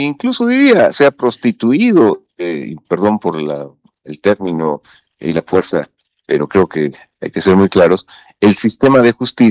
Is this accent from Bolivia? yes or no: yes; Bolivia